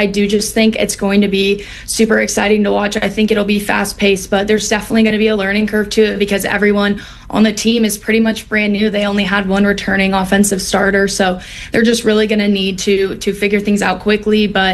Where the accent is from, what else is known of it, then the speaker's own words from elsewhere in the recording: Austin, Texas, United States; this also has to do with the fact that I'm from Austin